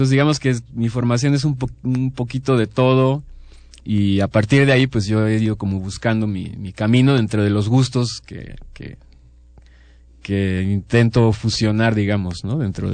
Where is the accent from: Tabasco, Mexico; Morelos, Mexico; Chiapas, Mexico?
Chiapas, Mexico; Chiapa de Corzo; Yo soy originario de Chiapas, de Chiapa de Corzo, crecí allá donde la marimba, el folclore es parte de la sociedad.